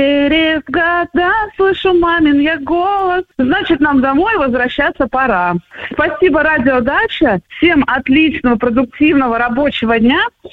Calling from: Oryol, Oryol Oblast, Russia; я из города Орла.

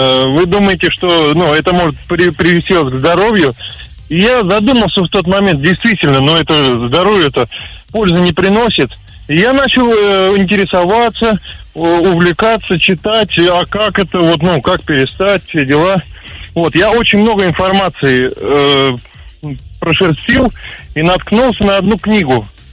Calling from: Kaluga, Kaluga Oblast, Russia

